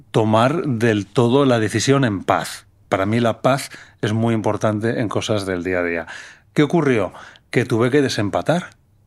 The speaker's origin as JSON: {"language": "Spanish", "region": "Balearic Islands", "country": "Spain", "accent": "Menorcan", "moved": "yes", "lives_now": "Barcelona, Spain", "said": "una maravilla, adoro mi tierra, o sea, soy un enamorado de la cultura menorquina, de todo, voy siempre que puedo, viví 20 años ahí y hace ahora 2 años, 2 años, estuve a punto de irme a vivir ahí, de coger mis cosas de Barcelona"}